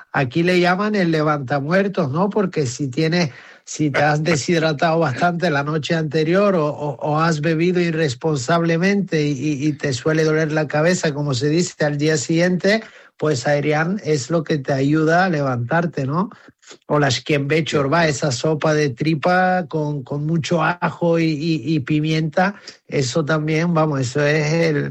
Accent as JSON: {"language": "Spanish", "area": "Tenerife", "region": "Canary Islands", "country": "Spain", "also_born_or_lived": "Bulgaria", "said": "Sin duda creo que he pasado más tiempo en Canarias y en Tenerife, especialmente en el sur. Y sin duda yo aquí digo que soy más de Tenerife que de Bulgaria, pero desgraciadamente o por fortuna de la vida, pues nací en Bulgaria"}